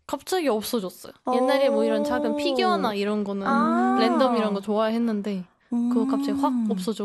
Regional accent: Germany; Korean is a second language; now in South Korea; 독일에서 온 한국 산지 4년 된

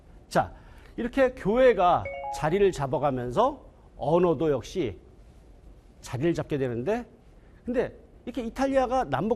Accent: South Korea; born there; moved away; 저는 한국에 있을 때

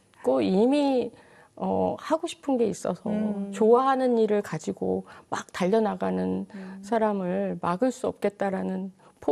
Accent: South Korea

